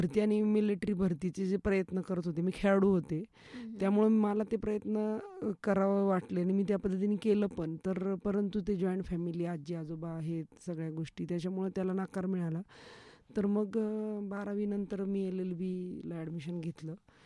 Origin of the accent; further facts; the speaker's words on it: Ahilyanagar, Maharashtra, India; माझं माहेर कोलार आहे, भगवतीपूर, परंतु वडील शिक्षक होते, त्यांच्या नोकरीमुळे आम्ही नगर शहरातच राहिलो, नगर शहरातच जन्मलो. आणि माझं सासर केडगाव आहे, परंतु आम्ही इथे नगरमध्ये राहतो, दिल्ली गेट या ठिकाणी, माझ्या सासूबाईंच्या नोकरीमुळे.